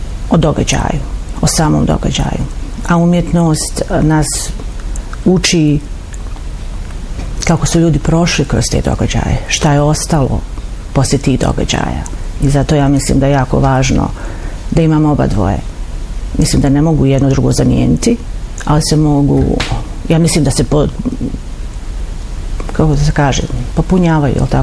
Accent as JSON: {"language": "Bosnian", "town": "Tuzla", "region": "Federation of Bosnia and Herzegovina", "country": "Bosnia & Herzegovina", "tie": "born or raised there", "said": "Moja prva izložba u Tuzli, u mom rodnom gradu. Ja sam ovdje rođena i odrasla sam ovdje"}